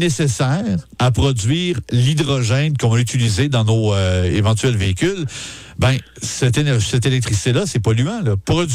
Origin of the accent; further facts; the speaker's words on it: Quebec, Canada; On l'a chez nous au Québec.